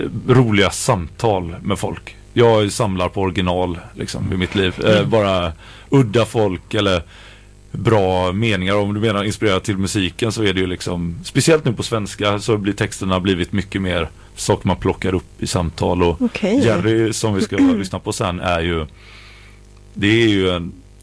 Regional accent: Gothenburg, Västra Götaland County, Sweden; Jag flyttade från Göteborg, jag uppväxt i Göteborg. Men mamma flyttade upp i Bohuslän.

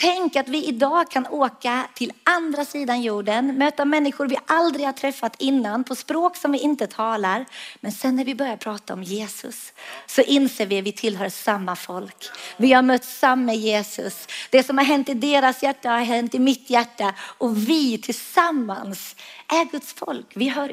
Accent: Sweden

